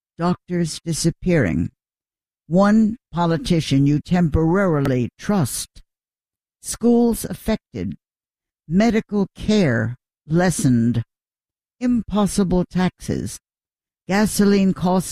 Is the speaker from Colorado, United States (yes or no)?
no; New York, United States; I'm a New Yorker. I'm an American. I was born here. I lived here. My parents developed me here.